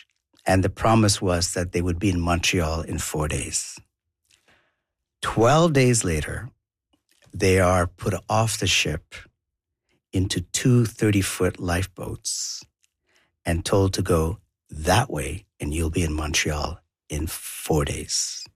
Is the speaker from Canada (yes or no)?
no; South India, India; first language Tamil; English is a second language; So I grew up, I was raised, born and raised in India, in southern India. I'm also Tamil heritage, so my mother tongue is Tamil.